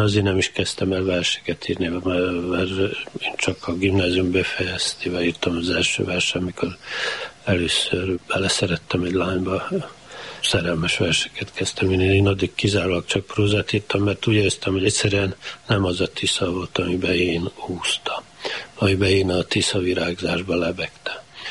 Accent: Kanjiža, Vojvodina, Serbia; Mert Kanizsán volt az írótábor, és nyarantán az írók mindig Kanizsán voltak, tehát a szülővárosomba eljött a vajdasági irodalom

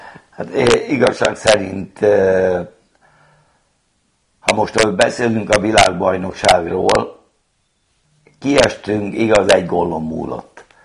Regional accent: Hungary; Tehát abból induljunk ki, hogy magyar vagyok, tehát a magyarhoz legközelebb a görög áll.

